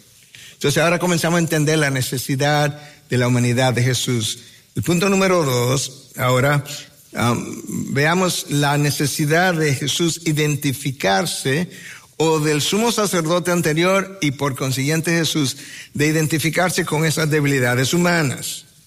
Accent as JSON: {"language": "Spanish", "country": "Dominican Republic"}